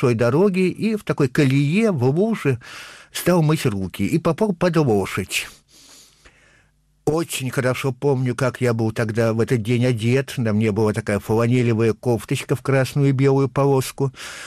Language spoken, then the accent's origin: Russian; Saint Petersburg, Russia; also born or lived in Tupitsyna, Vologda Oblast; А мама, вскоре похоронив его, вернулась снова сюда, в Ленинград. Так что вот первые полгода моей жизни с этим городом еще не были связаны.